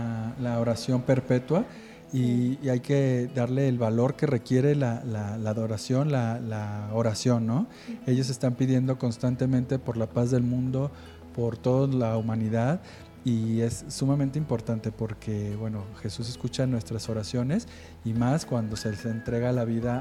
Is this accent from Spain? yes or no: no; Mexico; moved away as an adult; now in Palestine; No solamente porque somos mexicanos, sino porque somos parte de la misma comunidad católica cristiana.